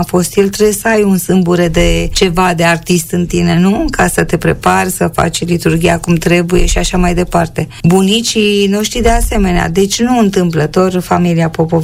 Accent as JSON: {"language": "Romanian", "region": "Bucharest", "country": "Romania", "tie": "born there", "said": "Eu m-am născut lângă București în 1946, deci sunt sudistă, cum spun eu, așa, dar în caracter nu, să știți, mă consider și eu absolut basarabeancă"}